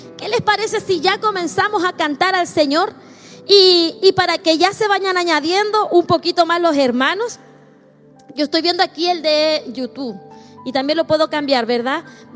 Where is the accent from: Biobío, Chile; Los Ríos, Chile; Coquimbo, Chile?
Coquimbo, Chile; born there; soy hija de padres cristianos. Yo nací en Coquimbo, de Coquimbo soy